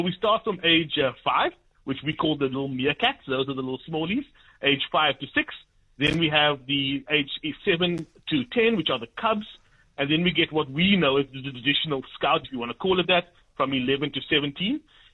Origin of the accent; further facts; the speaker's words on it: Grassy Park, Western Cape, South Africa; I grew up in Grassy Park, so I do understand the emphasis on Gilda and making sure that scouting is available in those areas as well.